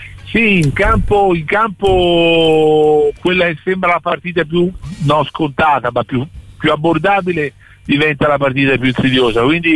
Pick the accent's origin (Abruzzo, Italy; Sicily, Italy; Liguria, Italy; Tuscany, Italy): Tuscany, Italy; Florence; da fiorentino che ha lavorato 5 anni a Pisa